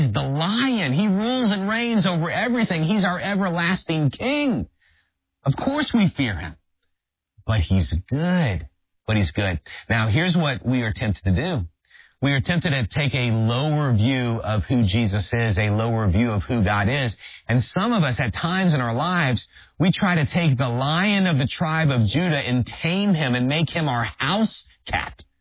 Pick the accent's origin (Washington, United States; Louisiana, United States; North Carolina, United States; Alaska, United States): Louisiana, United States; New Orleans; So I grew up in New Orleans area. LSU was the college team that we rooted for.